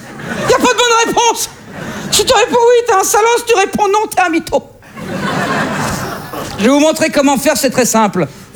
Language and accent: French; Hauts-de-France, France; Ah, facile, j'ai grandi dans le Nord.